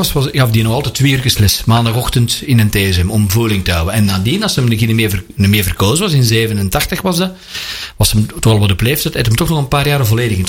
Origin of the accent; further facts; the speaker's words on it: Mechelen, Flanders, Belgium; accent: Mechelen accent; En ik denk dat als een niet-Mechelaar mij hoort spreken, dat hij onmiddellijk hoort dat ik van Mechelen ben.